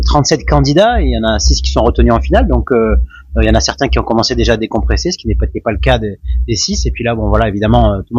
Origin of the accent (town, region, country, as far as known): Sisteron, Provence-Alpes-Côte d'Azur, France; born or raised there; also born or lived in Marseille